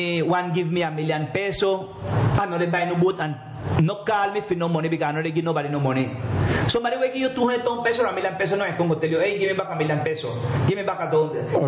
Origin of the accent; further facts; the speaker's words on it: Providencia, San Andrés and Providencia, Colombia; say I am from Providence. My dwelling is Providence. And I got a house there in the mainland city, Colombia.